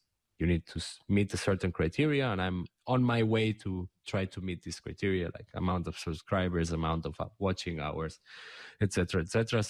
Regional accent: Catalonia, Spain; first language Catalan; English is a second language; I'm considering, although I haven't taken a decision yet, of producing the same format in Catalan, in my mother tongue, because there is no, so it will be a separate show.

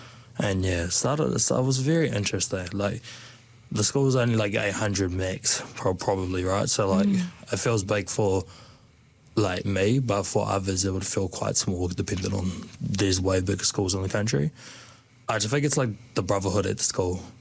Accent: Hastings, Hawke's Bay, New Zealand; moved away as an adult; now in Dunedin, New Zealand; From Hawke's Bay, lived in Flaxmere Hastings for 15 years of my life, probably even more than that. Grounded on Hawke's Bay, which is like a small community region on the east coast of New Zealand.

